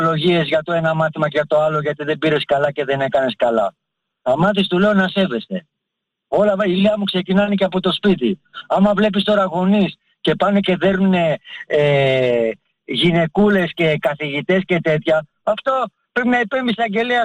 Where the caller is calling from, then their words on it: Ilioupoli, Attica, Greece; είμαι από Λιούπολη